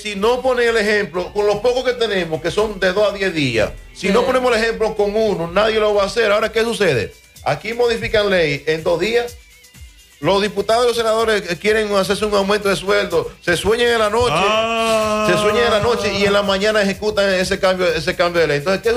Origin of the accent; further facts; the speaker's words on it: Dominican Republic; Yo me crié en Los López, al lado de la estancia infantil.